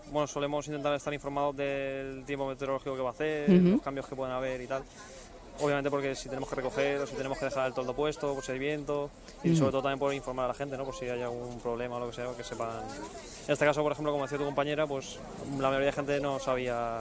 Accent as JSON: {"language": "Spanish", "town": "Alicante", "region": "Valencian Community", "country": "Spain", "said": "Bueno, aguantando, como somos alicantinos de aquí, estamos acostumbrados al calor, así que somos fuertes."}